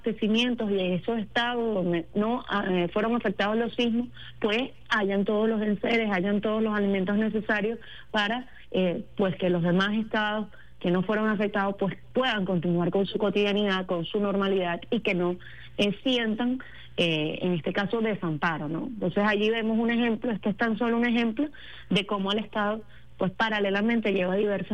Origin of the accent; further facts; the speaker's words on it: Venezuela; asumiéndome como una venezolana más